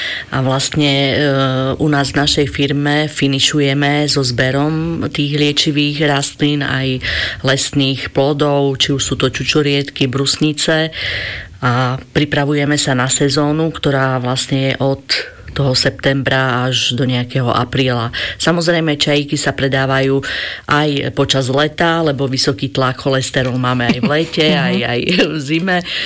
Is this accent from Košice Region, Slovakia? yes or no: no; Šambron, Prešov Region, Slovakia; to je vlastne moja rodná dedina a tam aj bývam.